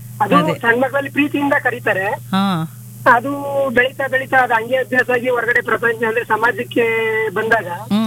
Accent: Sigekote, Karnataka, India; now in Bengaluru, India; ನಾವು ಕನಕಪುರ ತಾಲೂಕು ಸಿಗೇಕೋಟೆ ನಮ್ಮೂರು. ನಾವಿರೋದು ಬೆಂಗಳೂರು ಸುಂಕದಕಟ್ಟೆನಲ್ಲಿ.

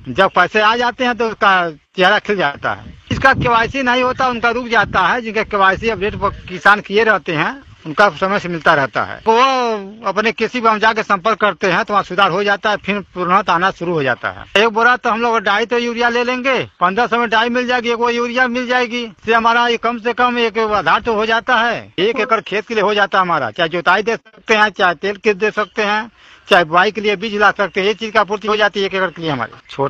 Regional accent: Gorakhpur, Uttar Pradesh, India; ग्राम दुगना, जिला गोरखपुर का रहने वाला हूँ।

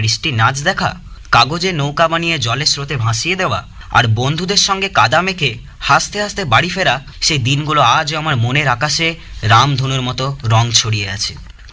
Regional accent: West Bengal, India; আমার বাড়ি পূর্ব বর্ধমানে।

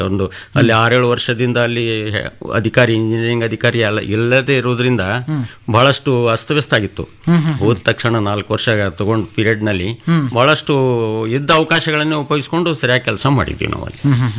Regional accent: Bidar district, Karnataka, India; also born or lived in Gulbarga; ನಾನು ಬೀದರ್ ಜಿಲ್ಲೆ ಭಾಲ್ಕಿ ತಾಲೂಕಿನ ಕಣಜಿಯನಂತ ಗ್ರಾಮದವನು. ನಾನು ಓದಿದ್ದು ಹೈಸ್ಕೂಲು ಮತ್ತು ಪಿ ಯು ಸಿ ಎಲ್ಲ ಬೀದರ್ನಲ್ಲಿ, ಆಮೇಲೆ ಇಂಜಿನಿಯರಿಂಗು ಗುಲ್ಬರ್ಗದಲ್ಲಿ ಓದಿದ್ದೀನಿ.

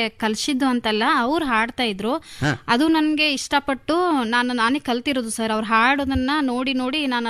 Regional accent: Bagalkot, Karnataka, India; moved away as an adult; now in Bengaluru, India; ನಾವು ಬಾಗಲಕೋಟೆಯಿಂದ ಬಂದಿದ್ದೀವಿ, ಇಲ್ಲಿ ಕೆಲಸದ ಮೇರೆಗೆ ಅಂತ ಬ್ಯಾಂಗ್ಳೂರಲ್ಲಿ ಇರೋದು.

